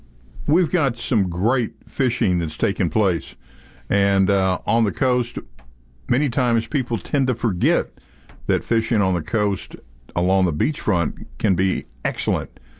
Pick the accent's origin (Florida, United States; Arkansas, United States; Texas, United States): Texas, United States; Galveston; Some of the old places that I grew up with on Galveston Island, like around Murdoch's on Galveston Island.